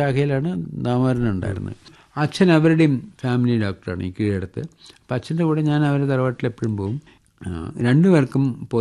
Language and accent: Malayalam; Parappanangadi, Kerala, India; നാട്ടിൽ ഞാൻ പരപ്പനങ്ങാടിയായിരുന്നപ്പോഴേ